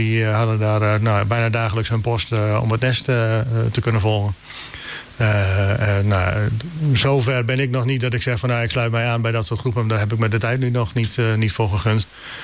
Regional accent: Appingedam, Groningen, Netherlands; now in Nieuwolda, Netherlands; En ik kom van oorsprong uit Appingedam, dus daar kom ik weg. Ja. Ben op enig moment geland in Nieuwolda.

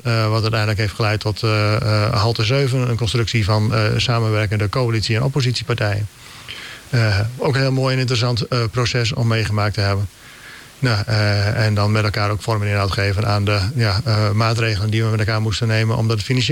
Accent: Groningen, Netherlands; Ik ben een Groninger, Noorderling, kom hier vandaan. Ik heb ook de landbouw in mij, achter mij.

